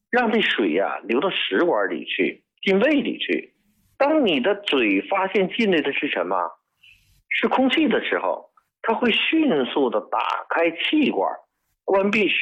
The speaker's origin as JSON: {"language": "Chinese", "country": "China", "said": "我们中国人用针灸针砭，"}